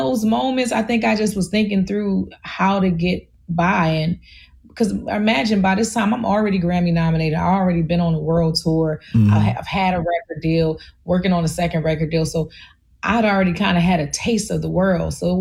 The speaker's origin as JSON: {"language": "English", "town": "Baltimore", "region": "Maryland", "country": "United States", "tie": "born or raised there", "also_born_or_lived": "Washington, D.C.", "said": "Yeah, I was raised in Baltimore City for sure. But I never felt poor growing up"}